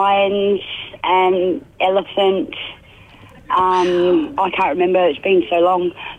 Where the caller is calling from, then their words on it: Murray Bridge, South Australia, Australia; Murray Bridge at the moment.